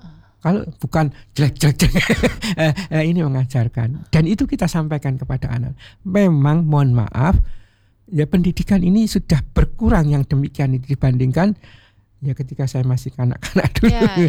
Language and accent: Indonesian; Java, Indonesia; saya dari Jawa Mbak ya, asli Jawa.